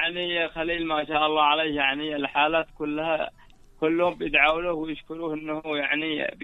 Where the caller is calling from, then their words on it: Arhab, Sana'a Governorate, Yemen; انا من الثلث.